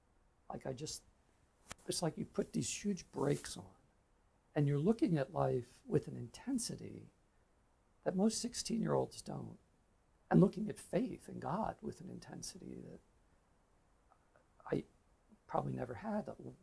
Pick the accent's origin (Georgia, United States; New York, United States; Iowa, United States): New York, United States; So I'm from New York, Long Island. I think I was brought up with faith.